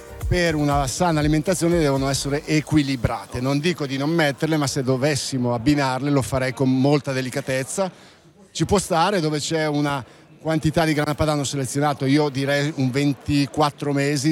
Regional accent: Milan, Lombardy, Italy; la mia Milano, perché sono milanese, data Milano

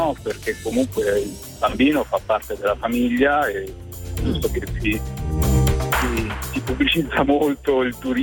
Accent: Lazio, Italy; moved away as an adult; now in Province of Rovigo, Italy; originario della provincia di Viterbo, sono qua al nord ormai da 20 anni

